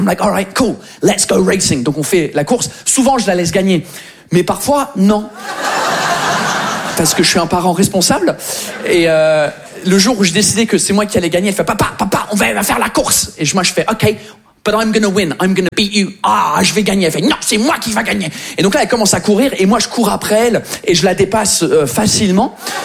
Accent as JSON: {"language": "French", "region": "England", "country": "United Kingdom", "second_language": "French", "lives_now": "France"}